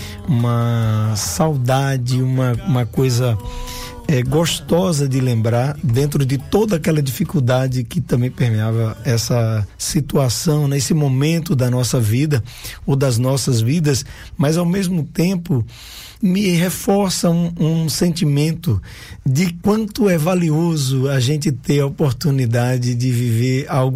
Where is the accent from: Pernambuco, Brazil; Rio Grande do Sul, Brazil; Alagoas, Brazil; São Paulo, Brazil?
Pernambuco, Brazil; Barreiros; Eu fui criado em Barreiros, ali às margens do Rio Jacuípe, minha mãe lavando roupa e a gente brincando ali no rio, às vezes pescando, tomando banho, mas brincando ali no mato.